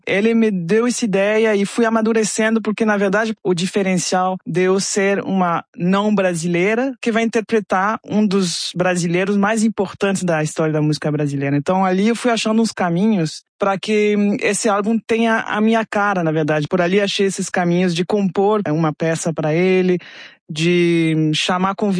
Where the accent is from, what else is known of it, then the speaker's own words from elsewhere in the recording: France; Mas eu cresci na França, então, claro, tinha essa convivência mais francesa, mas sempre essas raízes latino-americanas me chamando a atenção, a curiosidade de conhecer mais a Bolívia, né, o país materno